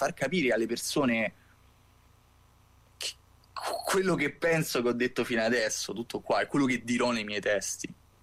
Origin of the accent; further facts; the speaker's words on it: Kotor Varoš, Republika Srpska, Bosnia & Herzegovina; moved away; nonostante io non sono di Sarajevo, io sono di Banja Luka, di Kotor Varoš per lo specifico